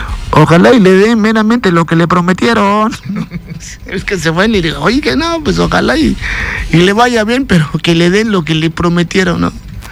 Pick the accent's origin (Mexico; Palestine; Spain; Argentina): Mexico; Francisco Villa, Quintana Roo; Soy de Francisco Villa, un pueblo antes de Nicolás Bravo.